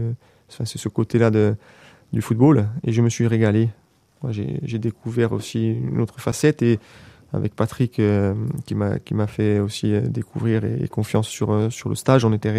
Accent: Corsica, France; peu importe où on va chez nous, on est Corse.

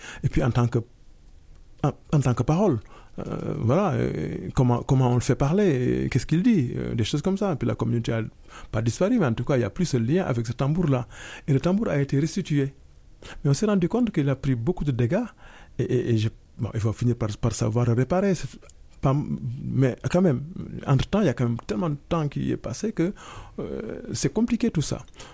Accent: Senegal; Et puis, moi, en tant que Sénégalais, j'ai eu la chance de voir quelques masques

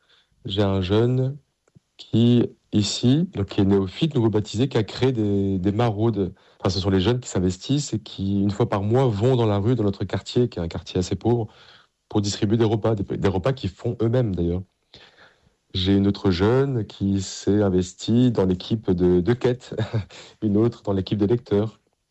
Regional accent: Paris, Île-de-France, France; avec mon curé de paroisse, tout simplement, là où j'ai grandi, la paroisse Saint-Médard, en bas de la rue Mouffetard, à Paris.

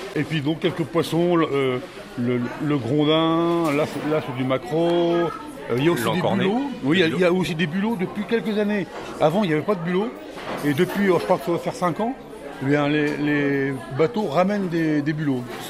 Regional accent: Caen, Normandy, France; moved away as an adult; now in Dives-sur-Mer, France; je viens de Caen, mais je suis là depuis 1970.

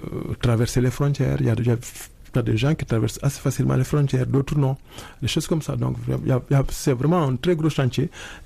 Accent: Senegal; Là, je ne parle pas en tant que Sénégalais ou en tant que Franco-Sénégalais, je parle juste en tant qu'humain, tout simplement.

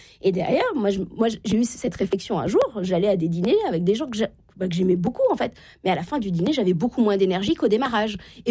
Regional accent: Normandy, France; Voilà, exactement, moi je viens de la Normandie, Uber Eats n'est pas arrivé partout en France, on est bien d'accord.

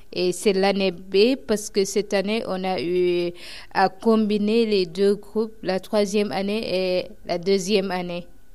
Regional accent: Senegal; moved away; je suis sénégalaise

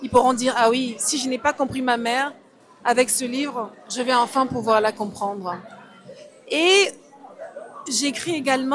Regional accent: Cameroon; Moi, je viens du Cameroun, je suis d'origine

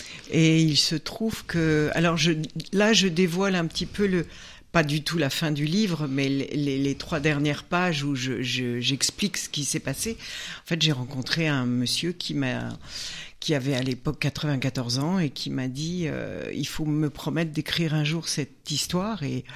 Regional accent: Paris, Île-de-France, France; born there; Et si je vous disais où je suis née, c'est terrible. Je suis née à Paris. Comme tous les Bretons parisiens.

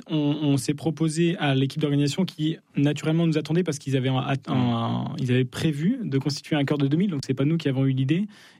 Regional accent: Chambéry, Auvergne-Rhône-Alpes, France; Non, mais j'en suis, je viens de Chambéry.

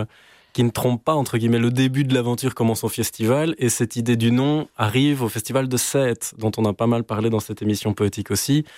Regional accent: Dinant, Wallonia, Belgium; je suis originaire de Dinan et que c'est un territoire qui me tient fort à cœur

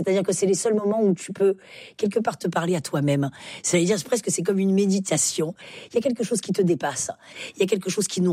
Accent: Occitanie, France; Oui, il faut dire que je viens des Cévennes.

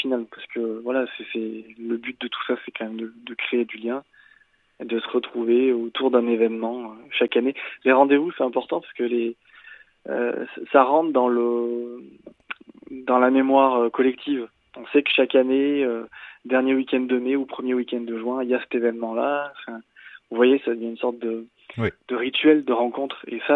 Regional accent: Solignac-sur-Loire, Auvergne-Rhône-Alpes, France; moi, je suis de là-bas, je suis de Soulignac-sur-Loire.

